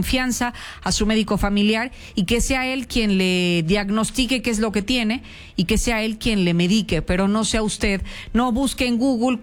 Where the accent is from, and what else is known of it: Mexico